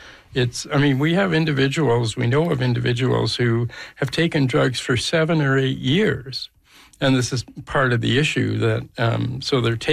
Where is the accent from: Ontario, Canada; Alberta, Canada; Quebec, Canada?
Alberta, Canada; I'm from Alberta, right?